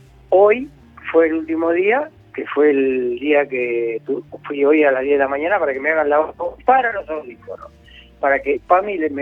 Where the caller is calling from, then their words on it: Quilmes, Buenos Aires Province, Argentina; de Quilmes.